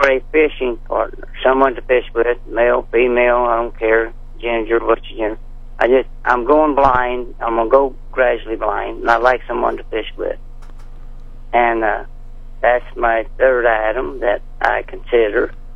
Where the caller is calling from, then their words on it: Franklin, Missouri, United States; Franklin, Missouri.